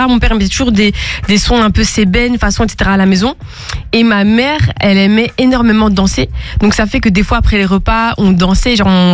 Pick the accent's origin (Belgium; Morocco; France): Belgium; Molenbeek-Saint-Jean, Brussels-Capital Region; Je suis née à Molenbeek, j'ai grandi là jusqu'à mes 12 ans. Après, je suis partie dans une petite ville à côté de Bruxelles et puis je suis revenue à Bruxelles à mes 18 ans. Donc, quand même bien bruxelloise dans l'âme.